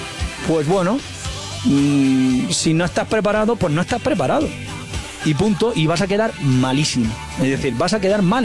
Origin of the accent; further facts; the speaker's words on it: Almería, Andalusia, Spain; moved away; en mi tierra, en Almería